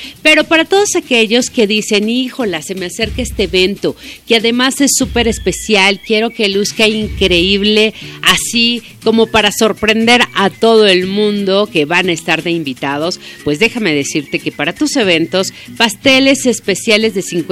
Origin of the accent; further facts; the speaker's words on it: Tlaxcala, Mexico; todas estas tradiciones que tiene nuestro estado llamado Tlaxcala, Tlaxcala de Xicoténcatl o Tlaxcala Xicoténcatl, que es el verdadero nombre